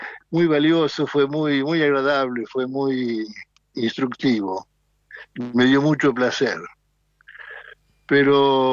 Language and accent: Spanish; Buenos Aires, Argentina; now in Porto Alegre, Brazil; Yo nací en Mataderos.